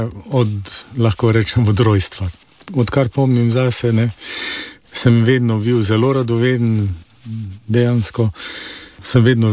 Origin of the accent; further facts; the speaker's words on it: Celje, Savinja, Slovenia; also born or lived in Koper; Rojen sem v Celju. Sem sin matere samohranilke